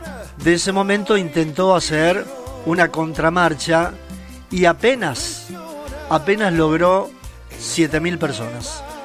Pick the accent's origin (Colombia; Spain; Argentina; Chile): Argentina; los argentinos no somos, es ser discriminatorios.